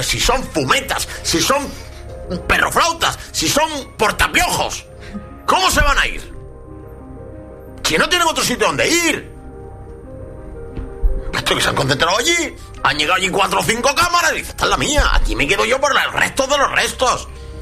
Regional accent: Spain; Qué vergüenza como español que esto...

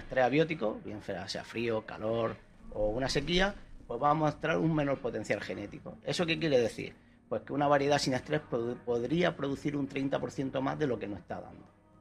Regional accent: Almería, Andalusia, Spain; Sí, yo soy almeriense.

